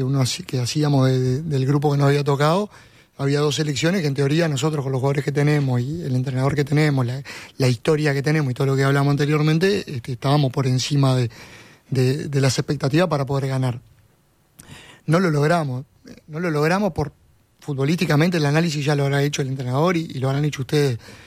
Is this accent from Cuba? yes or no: no; Uruguay; a nosotros como uruguayos